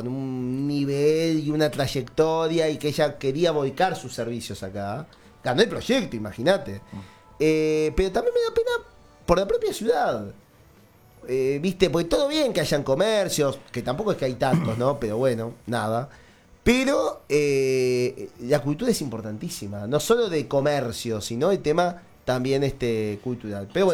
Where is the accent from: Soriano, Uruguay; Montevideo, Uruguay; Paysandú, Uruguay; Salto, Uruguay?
Montevideo, Uruguay; now in Canelones, Uruguay; Yo soy de Montevideo